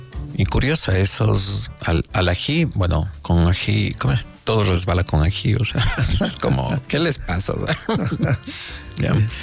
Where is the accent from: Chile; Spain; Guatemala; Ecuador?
Ecuador